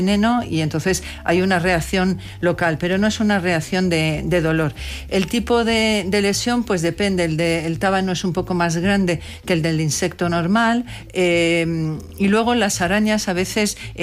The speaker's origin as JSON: {"language": "Spanish", "region": "Castile and León", "country": "Spain", "said": "Yo que vengo de Castilla y León y he sido la consejera de Sanidad"}